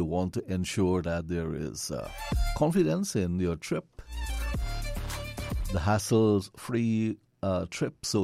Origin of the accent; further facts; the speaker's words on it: Vreed-en-Hoop, Essequibo Islands-West Demerara, Guyana; I'm from Freedom Hoop, not being biased, just, you know, you always love where you grew up.